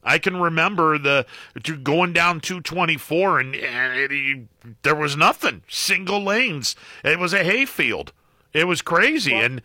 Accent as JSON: {"language": "English", "region": "Ohio", "country": "United States", "tie": "born or raised there", "said": "when I was growing up in Applewood Acres, which is behind 224"}